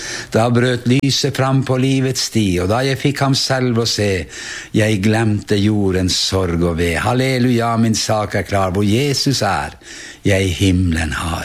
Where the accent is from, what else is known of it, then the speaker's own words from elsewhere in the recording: Vestre Jakobselv, Finnmark, Norway; Jeg kommer ifra Finnmark, nærmeste byen er Vadsø, og bygda er Vestre Jakobselv.